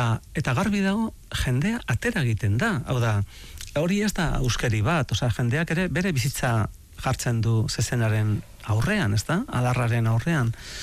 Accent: Ordizia, Basque Country, Spain; born there; Ordizian jaio nintzen

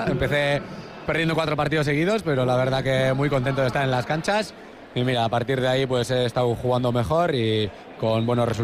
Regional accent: Gernika, Basque Country, Spain; yo creo que soy de Gernika

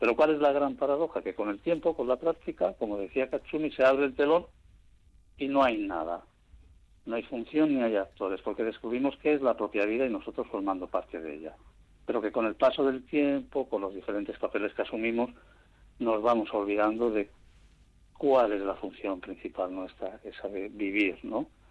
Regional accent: Bermeo, Basque Country, Spain; also born or lived in Barcelona; con mis raíces y con estos proyectos que me llevaron aquí a mi tierra, a Bermeo principalmente, donde fui a parar después de marchar de Barcelona.

